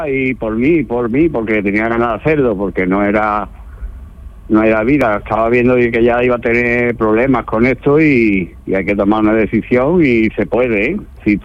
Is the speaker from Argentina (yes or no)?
no; Alar del Rey, Castile and León, Spain; now in Fuengirola, Spain; Yo soy de Alar también, a ver, que pero estoy en Fuengirola.